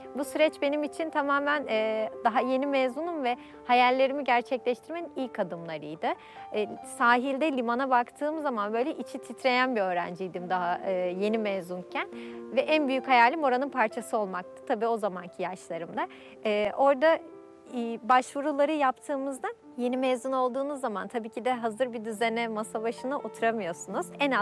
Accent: Sakarya, Turkey; born there; moved away as an adult; now in Gemlik, Turkey; Aslen Sakarya doğumluyum. Üç kardeşin en küçük çocuğuyum. Gemlik'te yaşıyorum. Gemliğe ilk gelme sebebimiz üniversite okumak içindi.

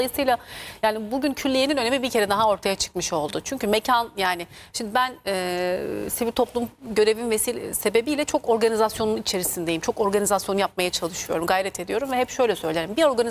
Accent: Tokat, Turkey; Yani benim memleketim Tokat'ın sarmasından

